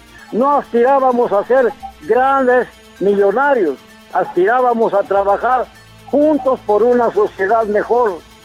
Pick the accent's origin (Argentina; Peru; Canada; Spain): Peru; Cajamarca; moved away; allá en mi tierra, en Cajamarca